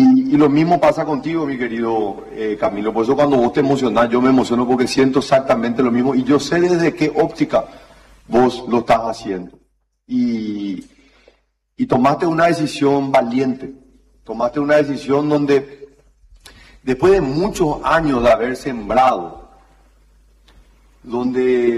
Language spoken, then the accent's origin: Spanish; Paraguay; yo estoy orgulloso como paraguayo